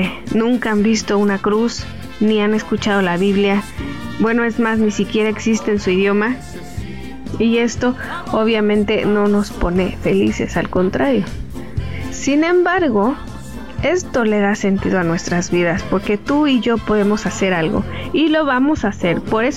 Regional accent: Mexico; yo soy una mexicana muy orgullosa de serlo

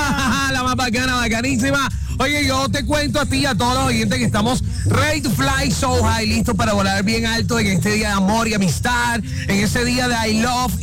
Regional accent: Colombia; somos de Colombia

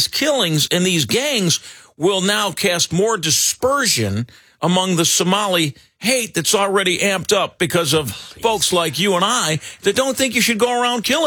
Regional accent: Winfield, Illinois, United States; when I was raised in Winfield in West Chicago

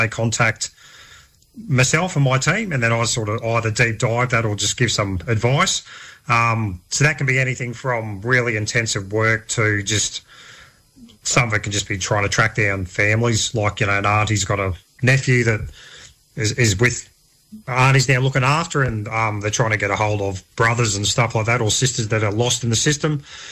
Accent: Hervey Bay, Queensland, Australia; also born or lived in Eidsvold; I was born in Idesvold, but we consider Hervey Bay home. That's where the family ended up settling way back in the 1920s, I think it was.

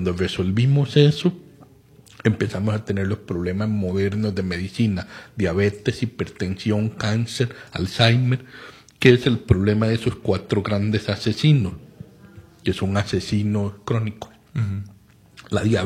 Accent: Costa Rica

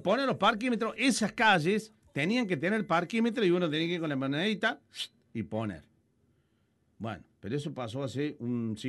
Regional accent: La Calera, Córdoba, Argentina; Soy de La Calera y en Don Menil estaban revisando hasta el baúl del auto.

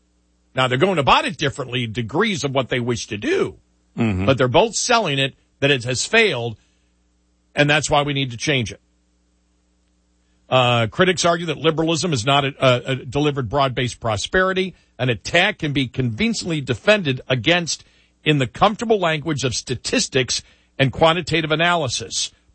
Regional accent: Buffalo, New York, United States; that's the weirdest thing growing up in Buffalo, that I, somebody who grew up in Buffalo, where the temperature probably now is 75 degrees

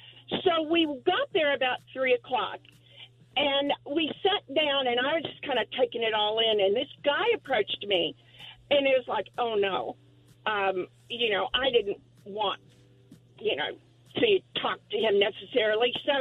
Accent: Dallas, Texas, United States; Well, years and years ago, I was born and raised in Dallas

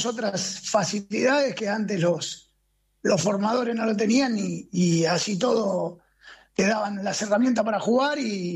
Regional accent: Béccar, Buenos Aires Province, Argentina; De Bécar, yo soy de Bécar.

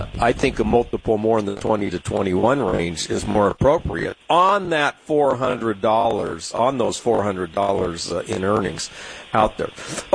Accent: San Diego, California, United States; accent: San Diego; I'm from Southern California with a San Diego accent, if there is such a thing.

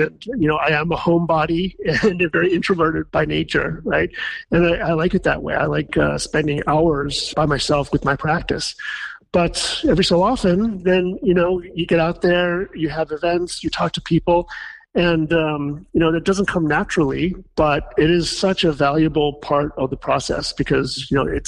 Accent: Wisconsin, United States; You know, it's just as a insecure teenager growing up in Wisconsin, I just wanted to blend in. I didn't have any interest in my Chinese culture.

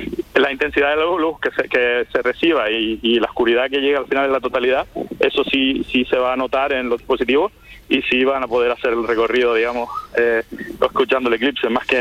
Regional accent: Canary Islands, Spain; en Canarias, de donde soy yo

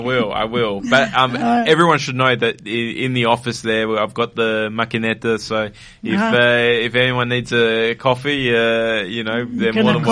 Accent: Adelaide, South Australia, Australia; I'm a Paynham boy. I grew up in Paynham.

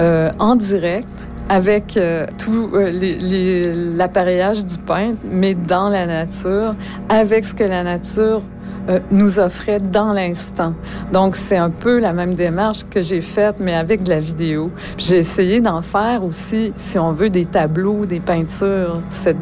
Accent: Quebec, Canada; Parce que moi, je viens du Sud.

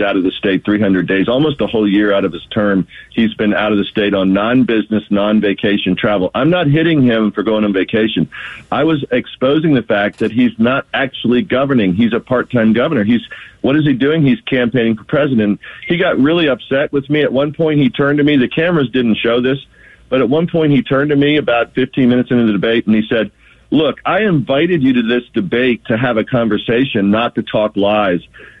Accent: Maryland, United States; I'm a Maryland first and last, a Marylander first and last. I'm an American first and last.

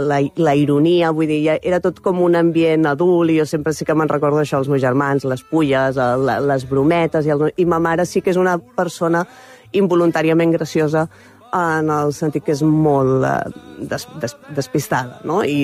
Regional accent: Mataró, Catalonia, Spain; Bueno, jo soc de Rocafonda també, com el Lamin Yamal

